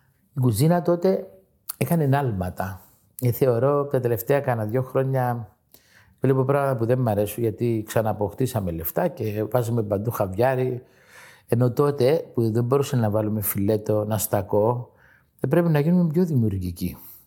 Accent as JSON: {"language": "Greek", "country": "Greece", "said": "Και ένα πρόβλημα που είχαμε εμείς σαν Έλληνες που δεν το ξέραμε το μουσχάρι."}